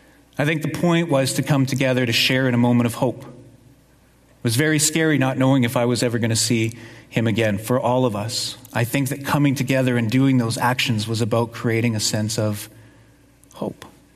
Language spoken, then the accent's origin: English; Winnipeg, Manitoba, Canada; I come from Winnipeg.